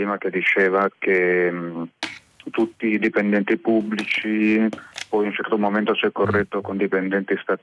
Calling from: Piedmont, Italy; telefono dalla provincia di Torino.

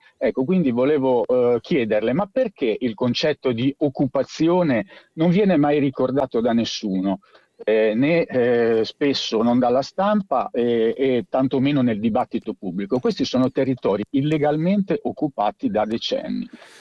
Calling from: Massa, Tuscany, Italy; Siamo da Massa

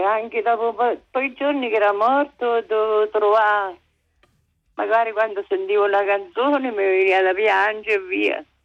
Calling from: Umbria, Italy; È un paesino, sono liberato, provincia di Tanni, è uscita vicino all'autostrada di Orte.

